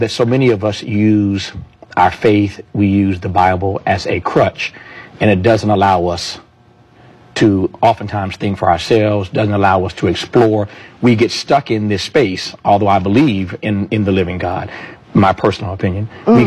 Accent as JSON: {"language": "English", "town": "Gulfport", "region": "Mississippi", "country": "United States", "tie": "born there", "said": "you and I are both born in Mississippi. You in Jackson, me in Gulfport. So we're from the South, we have those roots."}